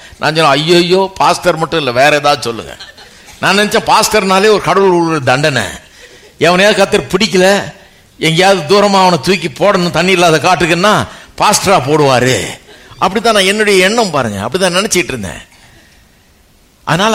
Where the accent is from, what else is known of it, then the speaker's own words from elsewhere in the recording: Chennai, Tamil Nadu, India; நான் இந்த சென்னை பட்டணத்துக்காக தமிழ் அறிவை கொடுத்து, எனக்கு தமிழ் கலாச்சாரத்தில் என்னை வளர வச்சு, இந்த ஊரில் என்ன இருக்க வச்சு, ஒரு இந்திய